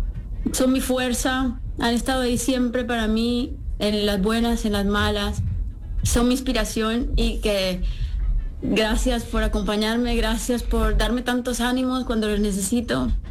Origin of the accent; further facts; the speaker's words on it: Barranquilla, Atlántico, Colombia; a mi Colombia, a mi tierra, a mi gente de Barranquilla